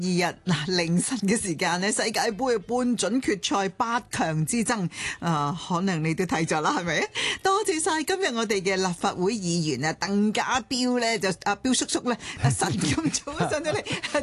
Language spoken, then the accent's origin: Cantonese; Tuen Mun, New Territories, Hong Kong; 我屯门人嚟噶咁样